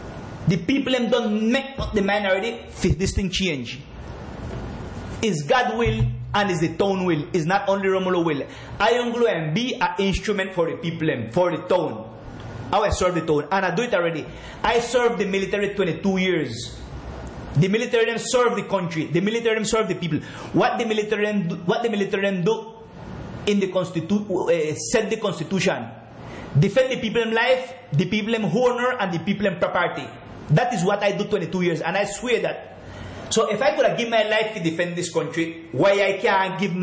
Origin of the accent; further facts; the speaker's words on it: Providence, San Andrés and Providencia, Colombia; English is a second language; say I am from Providence. My dwelling is Providence. And well, I got a house there in the mainland city, Colombia.